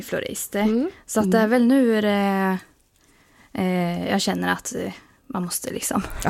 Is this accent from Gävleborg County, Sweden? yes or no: yes; Bollnäs, Gävleborg County, Sweden; now in Östergötland, Sweden; jag kommer från Bollnäs.